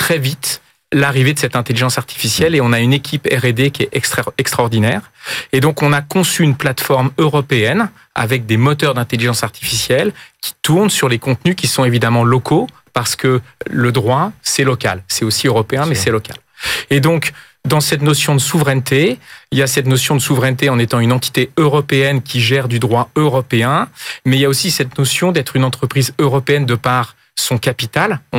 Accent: Nantes, Pays de la Loire, France; now in Paris, France; Moi, je ne suis pas parisien à l'origine, hein. Je suis nantais. C'est une région qui s'est beaucoup développée avec une industrie agroalimentaire très forte.

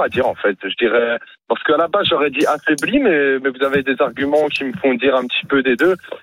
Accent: north-east France, France; now in Toulouse, France; Je suis fan du PSG parce que je suis un Toulousain d'export. Je viens du nord-est de la France à la base.

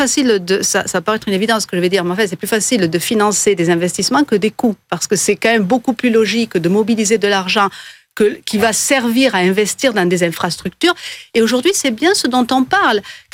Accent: France; Moi, je viens des Pyrénées, où on est le berceau en France des énergies renouvelables du solaire.

